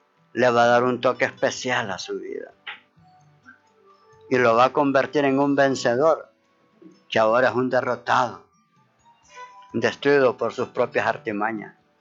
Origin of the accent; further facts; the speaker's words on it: Honduras